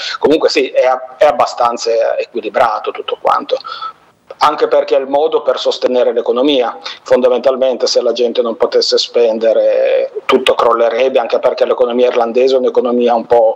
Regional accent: Savignone, Liguria, Italy; moved away as an adult; also born or lived in Genoa; dei posti dove sono cresciuto, quindi la Valle Scrivia, Savignone, il mio paese, ma anche la stessa città di Genova.

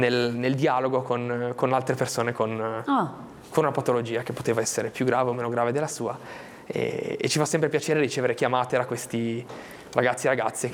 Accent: Albenga, Liguria, Italy

